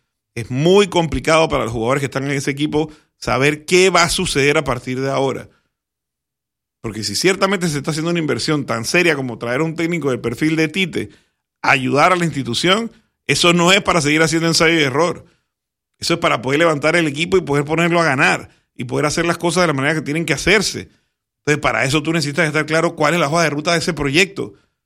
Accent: Panama; entre nosotros mismos como panameños

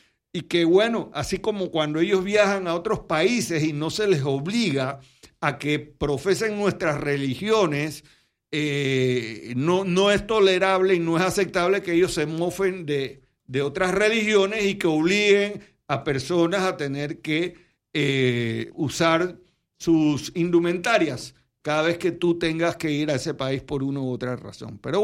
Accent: Panama; nosotros como panameños

